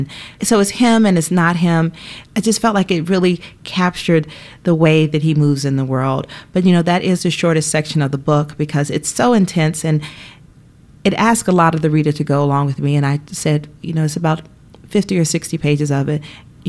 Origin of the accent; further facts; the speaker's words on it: Atlanta, Georgia, United States; I grew up in Atlanta during the child murders.